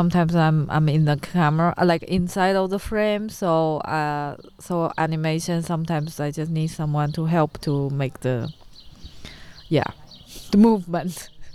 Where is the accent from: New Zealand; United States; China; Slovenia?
China; because I come from China and I see so empty street.